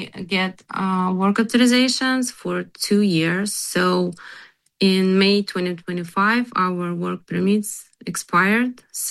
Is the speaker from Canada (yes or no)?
no; Kyiv, Ukraine; English is a second language; moved away as an adult; now in United States; because we're from Kyiv.